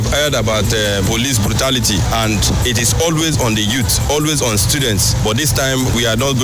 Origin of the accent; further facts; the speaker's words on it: Nigeria; As Nigerian students, we condemn this act